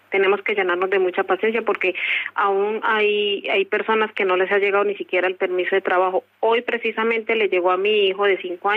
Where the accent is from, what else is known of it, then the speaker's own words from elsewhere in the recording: Venezuela; moved away as an adult; now in Spain; Tengo 43 años, soy de Venezuela. Yo llegué a España exactamente el 11 de diciembre del 2025.